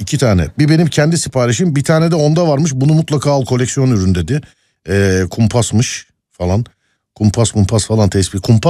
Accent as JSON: {"language": "Turkish", "region": "Kayseri", "country": "Turkey", "said": "Ben Kayseriliyim."}